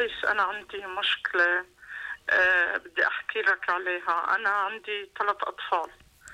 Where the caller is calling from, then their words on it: Irbid, Irbid Governorate, Jordan; أنا سكنت بأربد